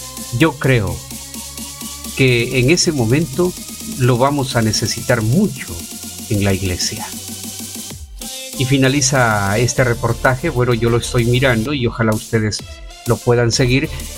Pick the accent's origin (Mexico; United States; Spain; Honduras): Honduras; sentirnos también nosotros como hondureños y centroamericanos